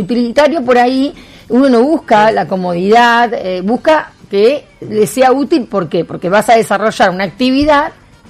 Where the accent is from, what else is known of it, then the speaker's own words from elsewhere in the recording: Argentina; lo que somos los argentinos